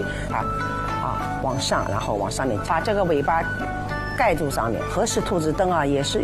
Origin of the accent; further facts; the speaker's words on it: China; 就是作为中国人